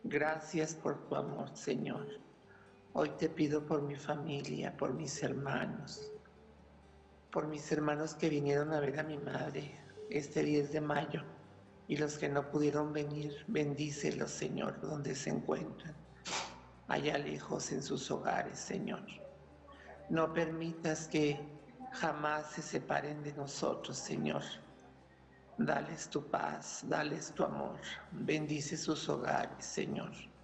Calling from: Santa Bárbara, Chihuahua, Mexico; Buenas tardes … de Santa Bárbara, Chihuahua.

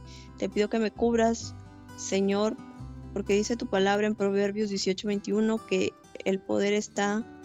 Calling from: Piura, Peru; desde Piura, Perú.

